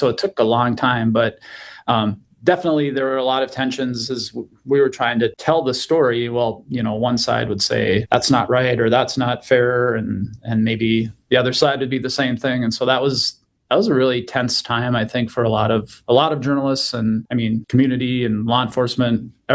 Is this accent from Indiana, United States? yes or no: no; Bismarck, North Dakota, United States; I think growing up in Bismarck, and then, you know, the old saying, you can't go home again